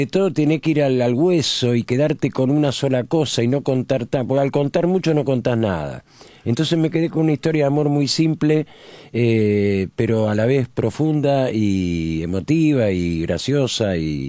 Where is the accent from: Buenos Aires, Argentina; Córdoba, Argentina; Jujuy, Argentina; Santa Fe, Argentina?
Buenos Aires, Argentina; born there; Villa Pueyrredón nací